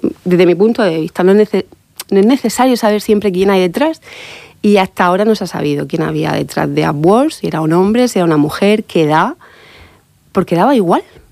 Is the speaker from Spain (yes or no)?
yes; Murcia, Region of Murcia, Spain; soy de Murcia, me di cuenta que todos los días que transitaba mi ciudad